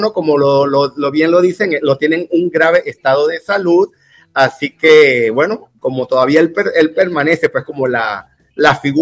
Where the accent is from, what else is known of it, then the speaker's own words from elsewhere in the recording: Panama; nosotros como panameños.